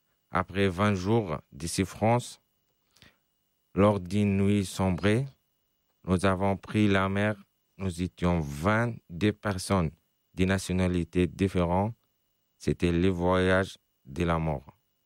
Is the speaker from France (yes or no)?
no; Tataouine, Tataouine Governorate, Tunisia; moved away as an adult; je suis né à Tataouine